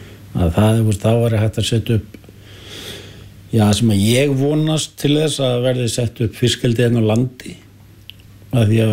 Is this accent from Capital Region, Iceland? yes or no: yes; Hafnarfjörður, Capital Region, Iceland; moved away as an adult; now in Vopnafjörður, Iceland; Ég kem úr Hafnarfirðinu.